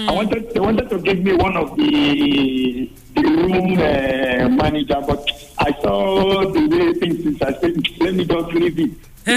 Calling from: Asaba, Delta, Nigeria; I'm calling from Delta State.

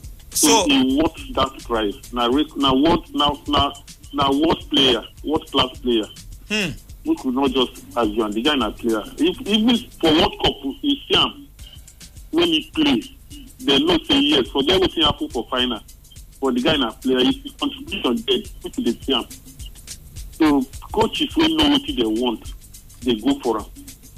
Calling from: Obuasi, Ashanti, Ghana; from Oguashi.

